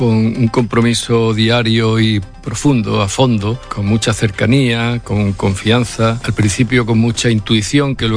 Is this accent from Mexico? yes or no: no; Adamuz, Andalusia, Spain; orgullosísimo de mi pueblo